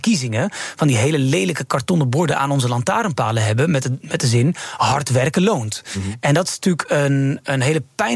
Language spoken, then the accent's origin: Dutch; Bleiswijk, South Holland, Netherlands; also born or lived in Rotterdam; ik ben een jongen geboren in Rotterdam. Opgegroeid in Bleiswijk. Sprak goed ABN